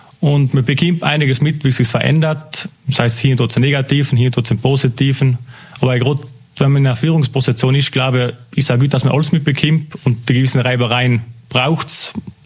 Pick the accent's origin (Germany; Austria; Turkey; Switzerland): Austria; Hopfgarten; born or raised there